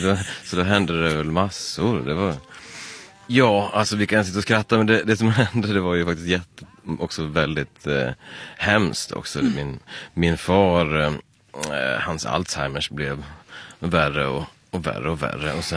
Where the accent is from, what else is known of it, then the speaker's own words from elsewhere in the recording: Leksand, Dalarna County, Sweden; när jag växte upp i Leksand så blev jag ju skatare istället.